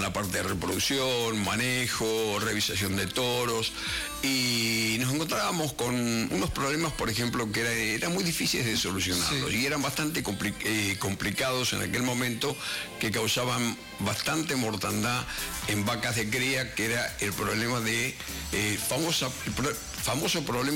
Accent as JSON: {"language": "Spanish", "town": "Ingeniero Luiggi", "region": "La Pampa", "country": "Argentina", "tie": "born or raised there", "said": "Yo nací en Ingeniero Luigi, en el norte de la provincia de La Pampa."}